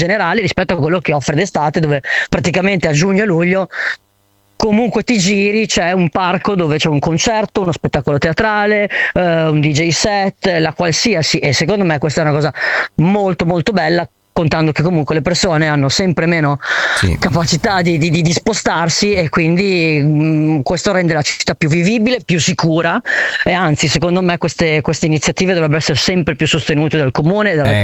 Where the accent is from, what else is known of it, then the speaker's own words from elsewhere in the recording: Bologna, Emilia-Romagna, Italy; io sono nato e cresciuto a Bologna